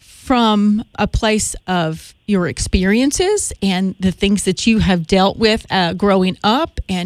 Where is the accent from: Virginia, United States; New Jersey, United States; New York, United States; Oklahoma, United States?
Virginia, United States; Bristol; I was raised in Bristol, Virginia.